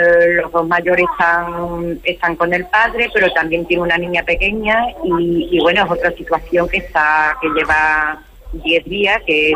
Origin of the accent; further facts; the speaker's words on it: Huelva, Andalusia, Spain; Soy de Huelva capital.